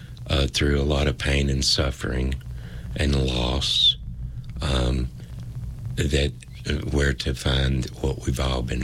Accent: Kingsport, Tennessee, United States; moved away as an adult; I grew up in Kingsport, Tennessee. I left and got a job, went to college and all that for several years, and ended up coming back kind of like a full circle.

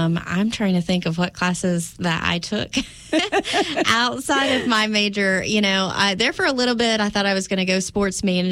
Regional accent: Smyth County, Virginia, United States; I grew up in Smith County, graduated from Chilhowee

